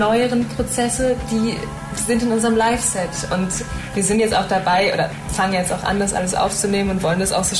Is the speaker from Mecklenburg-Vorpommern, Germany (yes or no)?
yes; Stralsund, Mecklenburg-Vorpommern, Germany; ich komme aus Stralsund, da gibt es zwar Musikschulen, aber jetzt nicht so die Musikkultur, dass wir sagen, wir spielen irgendwie unsere Roots-Musik hier.